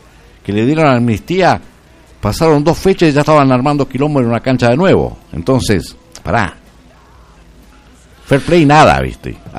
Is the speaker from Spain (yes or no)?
no; Argentina; Flojito lo mío, pero uno viendo y siendo argentino...